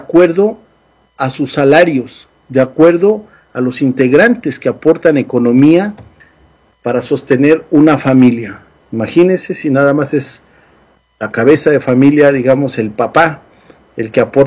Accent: Mexico; yo soy mexicano

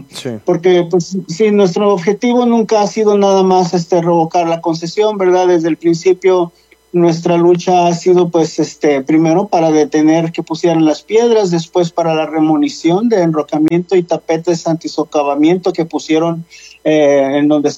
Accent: Punta de Mita, Nayarit, Mexico; somos pobladores de aquí, de Punta de Mita

